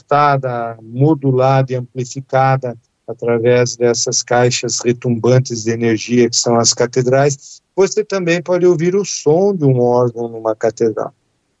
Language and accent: Portuguese; Curitiba, Paraná, Brazil; born there; Eu nasci em Curitiba, lá na Praça Tiradentes, nós temos uma pequena catedral gótica